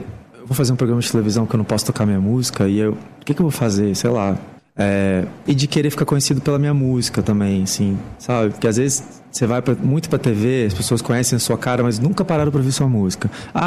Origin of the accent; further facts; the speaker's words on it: Brazil; Mas eu não posso me dar o luxo também, que eu sou brasileiro, eu sou aquele artista...